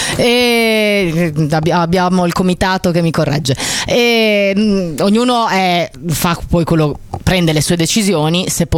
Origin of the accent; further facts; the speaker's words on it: Bologna, Emilia-Romagna, Italy; qua da bolognese